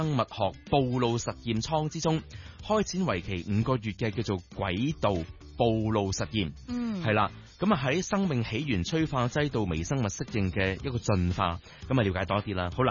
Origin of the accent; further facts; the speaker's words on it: Hong Kong; 我哋香港人嘅一位太空人啦